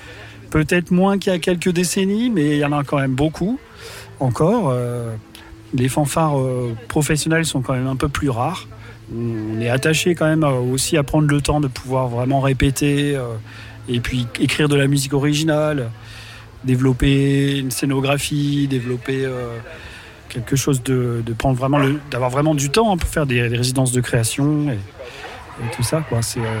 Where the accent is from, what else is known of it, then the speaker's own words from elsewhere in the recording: Valence, Auvergne-Rhône-Alpes, France; On est originaire de la région de Valence, autour de Valence